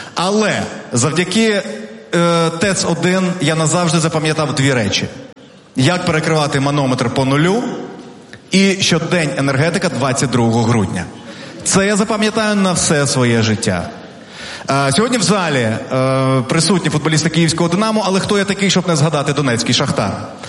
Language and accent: Ukrainian; Donetsk Oblast, Ukraine; moved away; ми з вами земляки, я теж з Донеччини